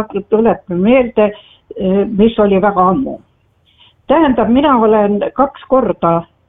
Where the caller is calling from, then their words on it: Jõhvi, Ida-Viru County, Estonia; Tere, mina olen Jõhvist.